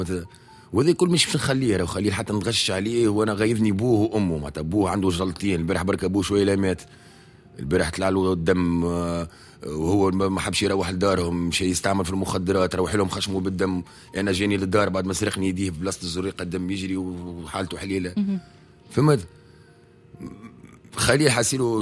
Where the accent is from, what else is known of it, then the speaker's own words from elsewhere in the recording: Tunisia; محلانا التوانسة